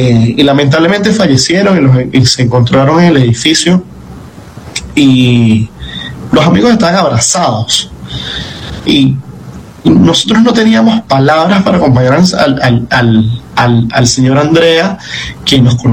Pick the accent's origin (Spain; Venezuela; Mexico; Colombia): Venezuela; seguíamos vivos también como venezolanos.